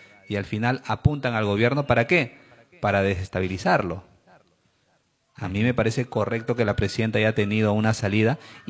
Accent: Peru; ese carácter que tanto nosotros como peruanos hemos pedido

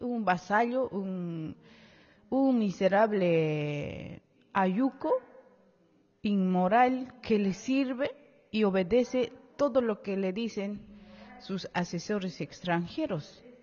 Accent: Bolivia; el boliviano, el sangre de indio, como somos, nos identificamos indígenas originarios

